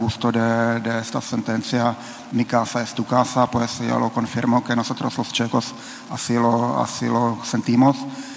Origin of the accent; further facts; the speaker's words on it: Czechia; moved away as an adult; now in Mexico; como un orgulloso checo, un embajador de mi país en México